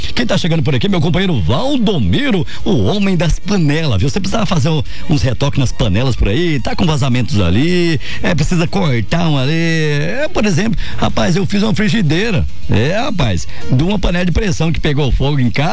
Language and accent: Portuguese; Mato Grosso, Brazil; não somos paulistas, rapaz. Nós somos, né? Somos mato-grossenses.